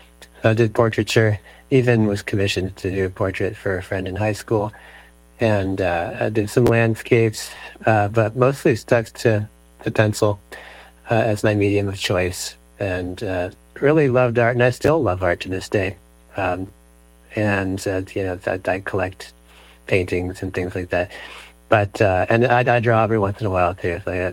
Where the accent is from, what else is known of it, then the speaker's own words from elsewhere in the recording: Atlanta, Georgia, United States; moved away; I'm from Atlanta originally, in Georgia